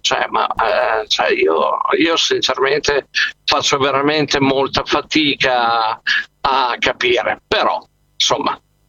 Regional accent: Emilia-Romagna, Italy; anche se sono dell'Emilia Romagna.

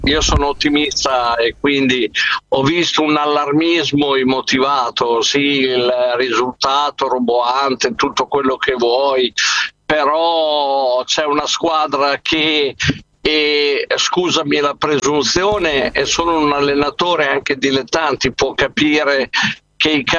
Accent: Emilia-Romagna, Italy; anche se sono dell'Emilia Romagna.

